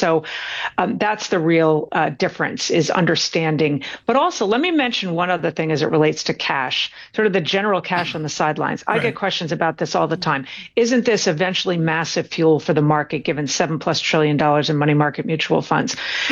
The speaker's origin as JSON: {"language": "English", "country": "Norway", "moved": "yes", "said": "I went to my home country, Tom. I went to Norway."}